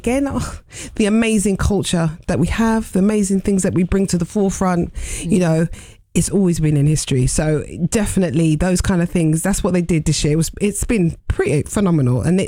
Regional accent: Ghana; Shout out to the Jamaicans. Shout out, even though we come from Ghana.

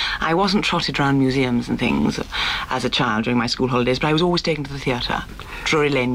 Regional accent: Sutton, London, United Kingdom; born there; I was born in Sutton, in Surrey.

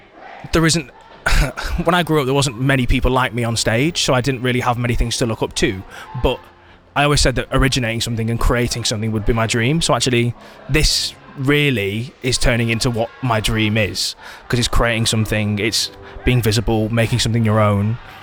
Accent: Warrington, North West England, United Kingdom; So I'm from Warrington, kind of like the Manchester side.

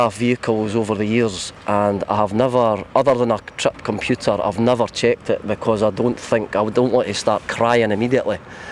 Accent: Scotland, United Kingdom; as a Scot

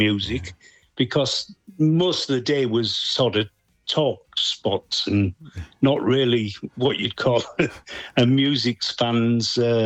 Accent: Whitby, Yorkshire and the Humber, United Kingdom; Yeah, born and bred in Whitby, live there now still.

